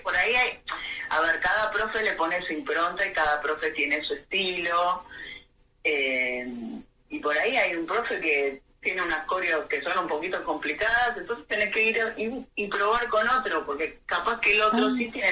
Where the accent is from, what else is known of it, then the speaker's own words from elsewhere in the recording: San Justo, Buenos Aires Province, Argentina; Somos de San Justo, Morón, Luz Uriaga.